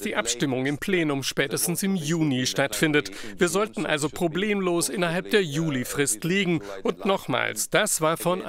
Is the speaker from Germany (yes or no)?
no; Slovakia; Ich komme aus der Slowakei